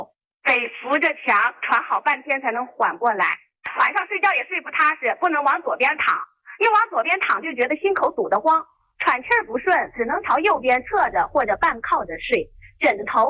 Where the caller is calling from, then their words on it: Yueyang, Hunan, China; 我是从湖南岳阳打过来的，今年63了。